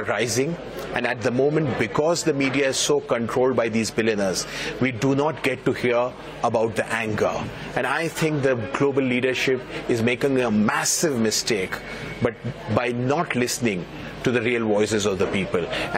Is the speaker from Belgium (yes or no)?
no; India; I come from India. So just in South Asia